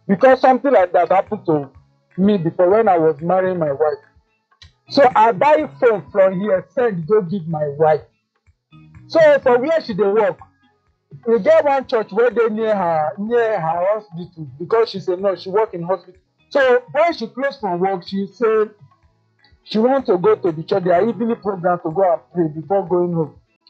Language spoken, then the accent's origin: English; Lagos, Nigeria; So my wife also said, this phone, my first way they marry, I said I come from Lagos.